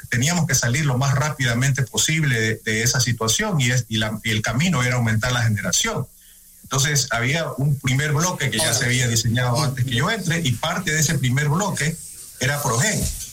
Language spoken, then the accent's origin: Spanish; Ecuador; moved away as an adult; Regresé jubilado al Ecuador